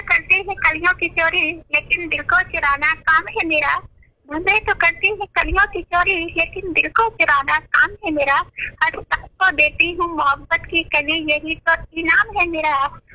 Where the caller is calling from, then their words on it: Katra, Rampur, Uttar Pradesh, India; कतरा की रहने वाली हूँ। 2500 कतरा हुआ रामपुर में ही पड़ता है।